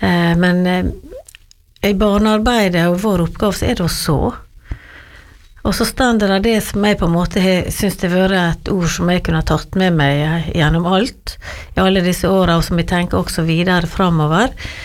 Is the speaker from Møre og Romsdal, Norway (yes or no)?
yes; Giske, Møre og Romsdal, Norway; born there; also born or lived in Trondheim